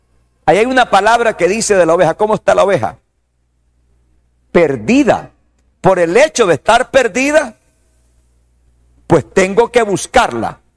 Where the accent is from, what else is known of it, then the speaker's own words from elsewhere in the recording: El Salvador; la gente que está perdida en este país es mi gente, es mi pueblo